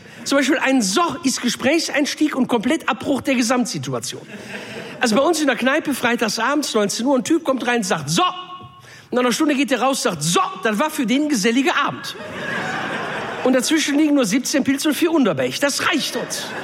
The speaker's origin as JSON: {"language": "German", "town": "Duisburg", "region": "North Rhine-Westphalia", "country": "Germany"}